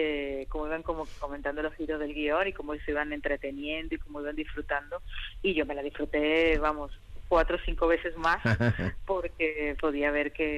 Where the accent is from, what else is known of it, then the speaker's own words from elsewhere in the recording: Venezuela; moved away; yo viví en Venezuela, que es mi país de origen